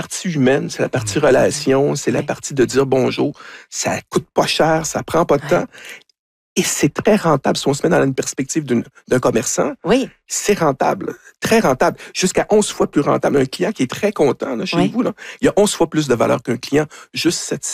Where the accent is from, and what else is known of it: Quebec, Canada